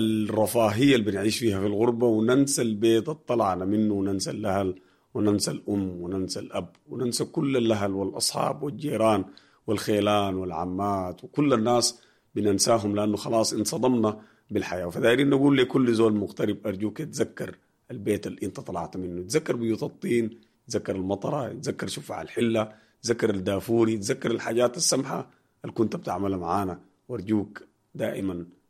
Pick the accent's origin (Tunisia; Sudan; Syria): Sudan; بلدنا السودان.